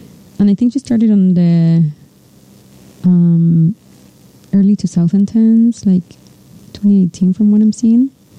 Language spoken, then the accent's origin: English; Argentina; moved away; I am from Argentina